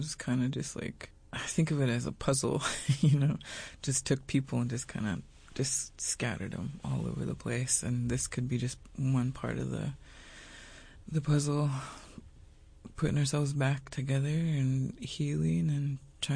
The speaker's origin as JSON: {"language": "English", "town": "Metlakatla", "region": "Alaska", "country": "United States", "tie": "born or raised there"}